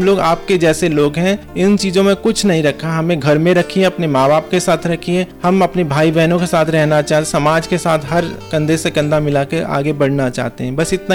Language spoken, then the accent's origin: Hindi; Uttarakhand, India; moved away; मैं भी उत्तराखंड से आई हूँ